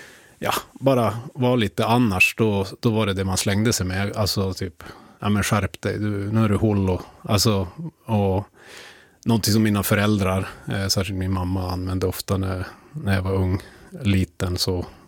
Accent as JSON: {"language": "Swedish", "region": "Norrbotten County", "country": "Sweden", "tie": "born or raised there", "also_born_or_lived": "Haparanda / Gällivare", "moved": "yes", "said": "Jag är uppvuxen i Haparanda och Gällivare."}